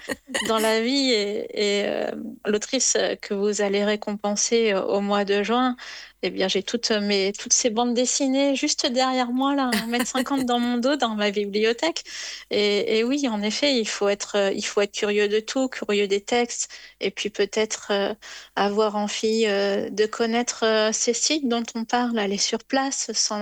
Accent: Normandy, France; Moi, je suis originaire de Normandie.

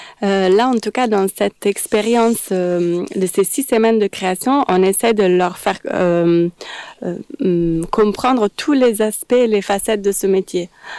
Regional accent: Milan, Lombardy, Italy; now in Montpellier, France; Oui, alors moi j'ai grandi en Italie. J'ai eu la chance, dans ma ville à Milan, il y avait déjà un petit chapiteau qui avait surgi.

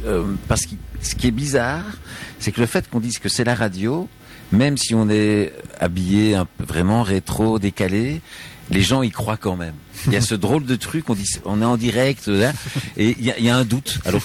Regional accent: Belgium; accent: Belgian; j'ai quand même un accent belge, apparemment, moi je me rends pas compte, mais je crois que j'ai un accent belge

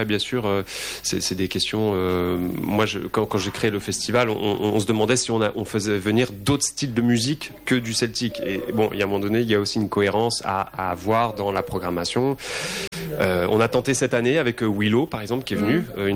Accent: Brittany, France; now in southern France; moi, je suis originaire de Bretagne.

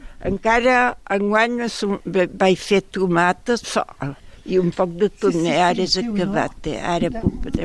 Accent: Py, Occitania, France; also born or lived in Ripollès, Catalonia, Spain; I quan vaig venir tenia 5 anys. I voilà, i sempre més a Pi, dins les muntanyes

